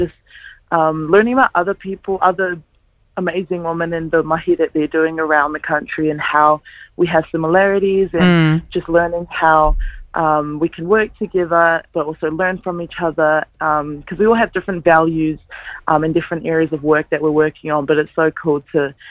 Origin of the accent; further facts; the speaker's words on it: Taiwan; Like, I grew up in Taiwan, so that's where I first learned about climate change.